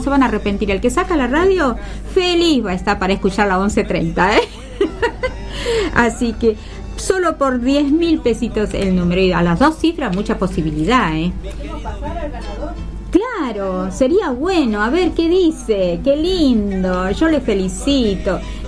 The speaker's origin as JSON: {"language": "Spanish", "town": "Totora", "region": "Santiago del Estero", "country": "Argentina", "said": "de Totora, de donde soy yo."}